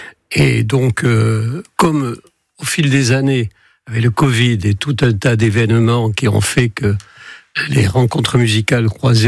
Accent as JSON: {"language": "French", "town": "Mont-de-Marsan", "region": "Nouvelle-Aquitaine", "country": "France", "lives_now": "Dax, France", "said": "les Landes, qui est mon pays d'origine, évidemment, puisque je suis à Montois d'origine, et d'Acquois depuis quelques années."}